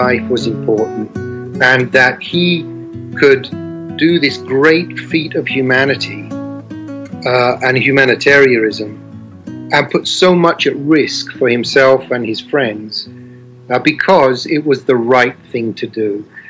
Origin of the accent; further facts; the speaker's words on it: England, United Kingdom; moved away as an adult; now in Philippines; I've lived here for 30 years. And I'm a Jew, and I grew up in England in the 60s and 70s.